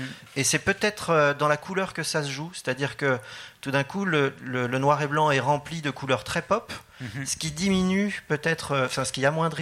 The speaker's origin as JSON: {"language": "French", "country": "France", "said": "chez nous en France."}